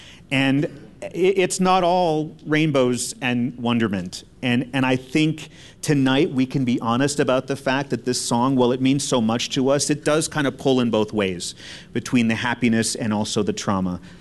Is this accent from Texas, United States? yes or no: yes; El Paso, Texas, United States; born there; I was born in El Paso.